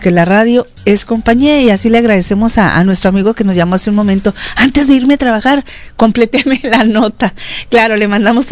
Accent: Chihuahua, Mexico; Ay, Chihuahua, Chihuahua, mi tierra querida.

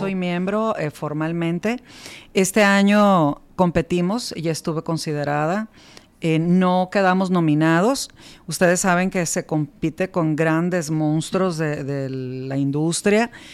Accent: Culiacán, Sinaloa, Mexico; todos los demás somos de aquí, de Culiacán.

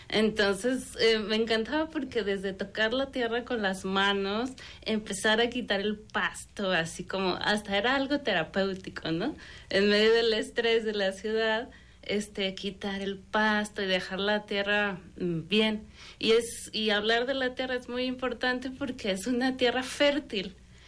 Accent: Guadalajara, Jalisco, Mexico; moved away; also born or lived in Chiapas; Yo, de hecho, tenía como 18 años que no vivía en la ciudad de Guadalajara, aunque soy de aquí de Guadalajara.

